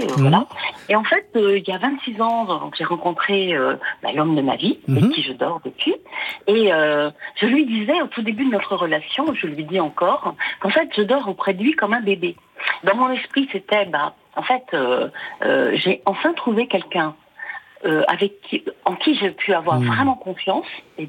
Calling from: Pays de la Loire, France; J'appelle du Maine-et-Loire, de la douceur angevine.

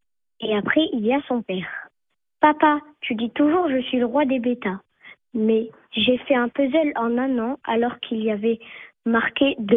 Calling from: Valréas, Provence-Alpes-Côte d'Azur, France; j'ai 9 ans, j'habite à Valréas

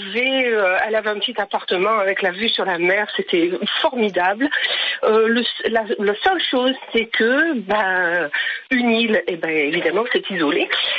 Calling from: Scotland, United Kingdom; dans le sud-ouest de l'Écosse, au bord de la mer.

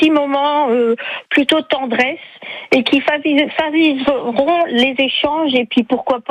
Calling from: Sainte-Catherine, Hauts-de-France, France; Je suis à Sainte-Catherine, à côté d'Arras.

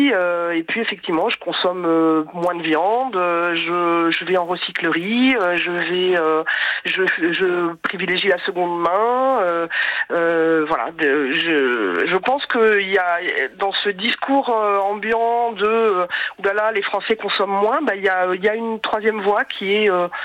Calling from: Auvergne-Rhône-Alpes, France; De la région grenobloise.

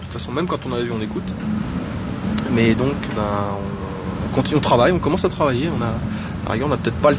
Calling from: Maisons-Alfort, Île-de-France, France; À Maison-Alfort, dans le Val-de-Marne, en banlieue parisienne.

